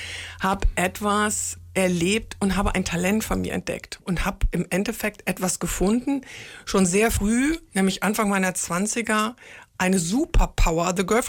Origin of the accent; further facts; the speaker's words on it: Germany; ich bin Deutsche